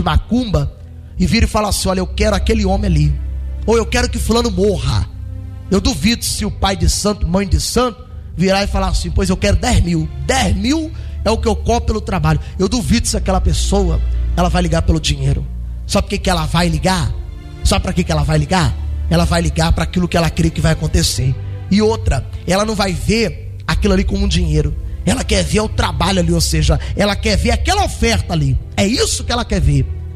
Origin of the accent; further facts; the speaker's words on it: Rio de Janeiro, Brazil; moved away; eu sou um cara que eu fui nascido e criado no Rio de Janeiro